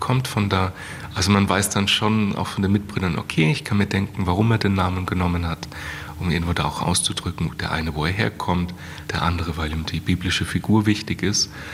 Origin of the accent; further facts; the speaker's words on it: Germany; now in Austria; Ja, also ich bin ja Deutscher.